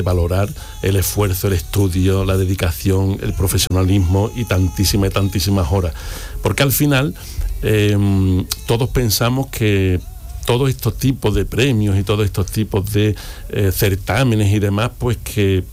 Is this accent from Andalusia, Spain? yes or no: yes; Utrera, Andalusia, Spain; el despacho lo tengo en Sevilla, pero soy de Utrera, y nací en Utrera y orgulloso de Utrera, con muchas raíces, ¿no?